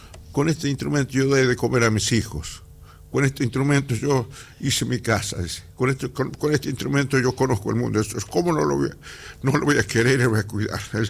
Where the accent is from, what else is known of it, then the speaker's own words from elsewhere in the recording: Chalala, Jujuy, Argentina; born there; also born or lived in Lipán / Patacal / Quisquiri; en Chalala, ajá, ahí donde yo nací, ya en 1948.